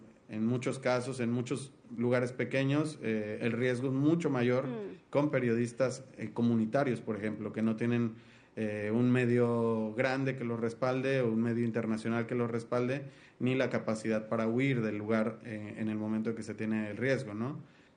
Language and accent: Spanish; Veracruz, Mexico; En el caso de Veracruz, de donde yo soy